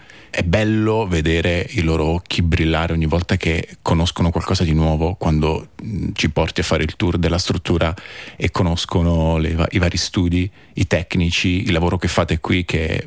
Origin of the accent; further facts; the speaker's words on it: Apulia, Italy; moved away as an adult; also born or lived in Campobasso; now in South Tyrol, Italy; io sono pugliese, quindi ho studiato relativamente vicino casa